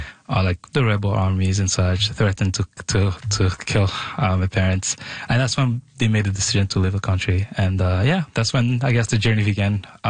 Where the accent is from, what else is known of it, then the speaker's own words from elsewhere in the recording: Bukavu, South Kivu, DR Congo; now in Ottawa, Canada; Okay, so living in Congo at the time, I'm from Bukavu, so it's on the eastern side of Congo.